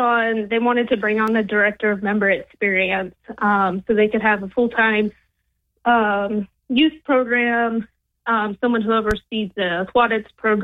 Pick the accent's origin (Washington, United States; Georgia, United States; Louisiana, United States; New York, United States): Georgia, United States; I am not. I was born and raised in Georgia, in North Georgia, up by the mountains.